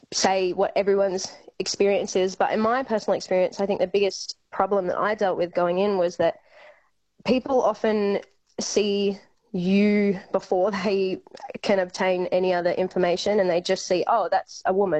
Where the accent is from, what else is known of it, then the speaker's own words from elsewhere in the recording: Yillering, Western Australia, Australia; I grew up in Yillering, which is a really small town in the wheat belt. And my dad, it's a grain town. My dad drove grain trucks, and we had a CBH there